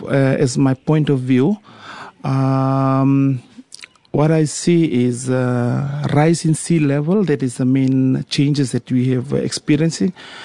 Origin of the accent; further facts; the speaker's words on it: Waya Lebo, Western Division, Fiji; actually I'm from Waya Lebo village in the Tikina of Waya.